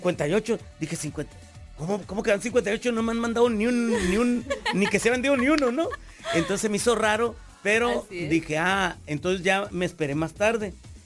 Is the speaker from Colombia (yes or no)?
no; Zacapu, Michoacán, Mexico; Michoacán. Mis paisanos.